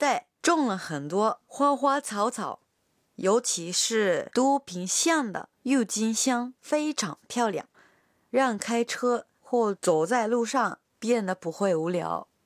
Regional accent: Yamaguchi, Japan; Chinese is a second language; 我的故乡山口也有不少美景，有些景色我从小就特别熟悉

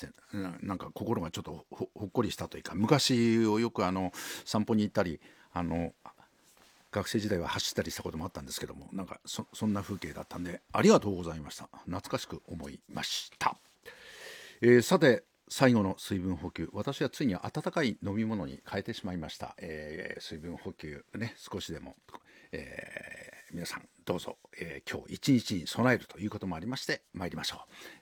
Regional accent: Ota, Tokyo, Japan; 私の実家の近くの馬込の大田区なんですけどね

